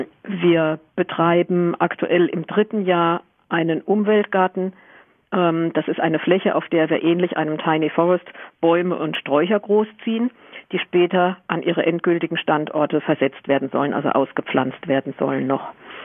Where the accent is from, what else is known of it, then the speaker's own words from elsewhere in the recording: Mannheim, Baden-Württemberg, Germany; now in Brühl, Germany; Ich stamme ursprünglich aus Mannheim.